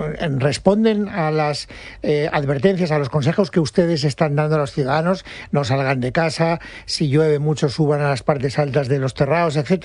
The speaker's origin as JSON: {"language": "Spanish", "town": "Castellón de la Plana", "region": "Valencian Community", "country": "Spain", "said": "la gente sabe que yo soy de Castellón"}